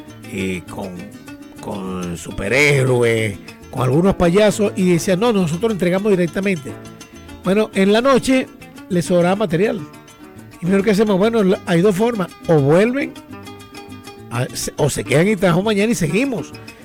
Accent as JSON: {"language": "Spanish", "country": "Venezuela"}